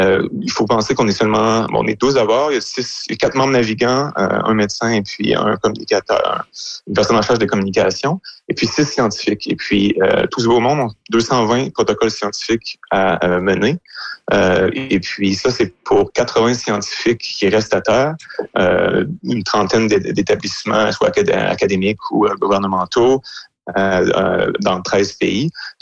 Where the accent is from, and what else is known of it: Quebec, Canada